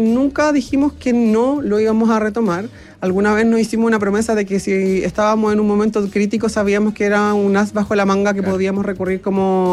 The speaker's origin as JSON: {"language": "Spanish", "town": "Cauquenes", "region": "Maule", "country": "Chile", "tie": "born there", "also_born_or_lived": "San Carlos, Ñuble, Chile", "moved": "as an adult", "lives_now": "Santiago, Chile", "said": "Y luego me voy a Cauquenes a los 10 años."}